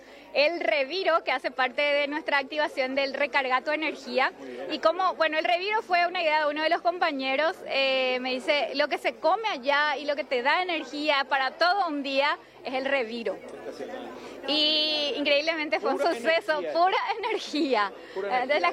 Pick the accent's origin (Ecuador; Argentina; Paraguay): Paraguay; que ellos también puedan disfrutar lo que nosotros disfrutamos siendo paraguayos.